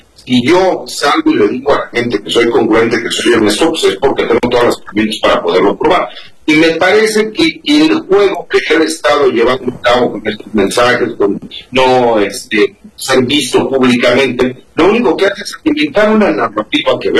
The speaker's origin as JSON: {"language": "Spanish", "country": "Mexico", "said": "me parece que como mexicanos han entendido también desde el partido Morena, lo que queremos como ciudadanos es que si alguien cometió un delito, sea juzgado por las autoridades de nuestro país"}